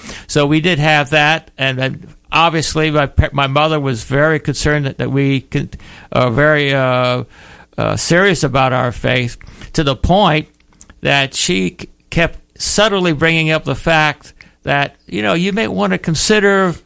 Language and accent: English; Louisiana, United States; born there; now in Florida, United States; I'm born in South Louisiana, in the bayous of South Louisiana.